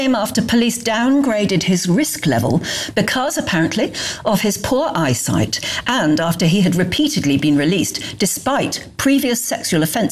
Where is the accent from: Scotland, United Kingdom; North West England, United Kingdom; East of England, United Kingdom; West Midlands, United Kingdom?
West Midlands, United Kingdom; I was brought up in Worcestershire, very near Evesham, which is Evesham Vale, which is apple-growing country